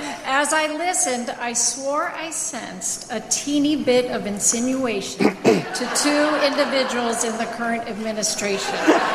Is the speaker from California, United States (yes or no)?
yes; Aliso Viejo, California, United States; I'm from Aliso Viejo, California. Thank you. Orange County, so I drove up.